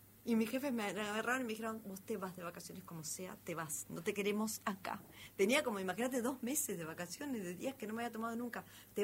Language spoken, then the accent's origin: Spanish; Buenos Aires, Argentina; born there; now in Salta, Argentina; A mi pueblo natal, lo pensé cuando los chicos...